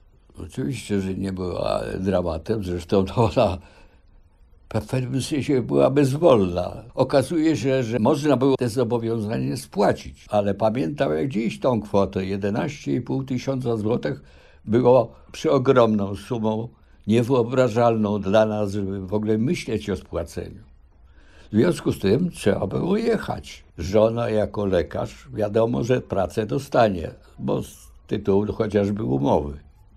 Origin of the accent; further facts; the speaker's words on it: Warsaw, Masovian Voivodeship, Poland; ja, warszawiak z krwi i kości, przecież ułożyłem sobie tu już życie